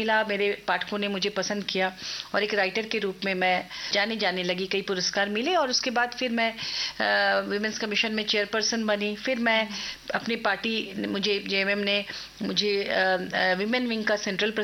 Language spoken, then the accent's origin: Hindi; Ranchi, Jharkhand, India; चूंकि मेरा जन्म रांची में ही हुआ है, यहीं पढ़ी लिखी हूँ, यहीं स्कूलिंग हुई है, तो हिंदी यहाँ पर चूंकि हिंदी मेन लैंग्वेज है, तो घर में तो बांग्ला में बोलते रहे या बंगाली ही लोगों से तो बांग्ला में ही बात करते